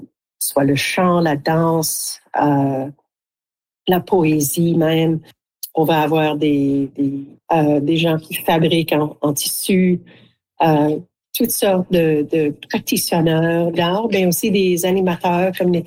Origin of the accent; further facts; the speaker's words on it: Ontario, Canada; puis je viens de l'est de l'Ontario et nos produits sont plutôt le bois, le pierre et les vaches.